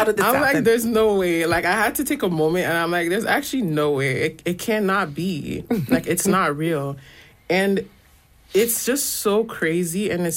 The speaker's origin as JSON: {"language": "English", "country": "Nigeria", "said": "My mom would always bump … back home, which was so foreign because I'm Nigerian, and for the music to get all the way there at such a young age, too, at the time, Afrobeats, high life music was such a thing."}